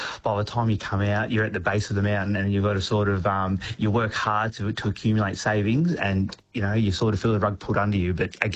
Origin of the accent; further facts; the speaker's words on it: Moe, Victoria, Australia; Because I come from Moi, I couldn't access care locally, so I had to travel down to Clayton.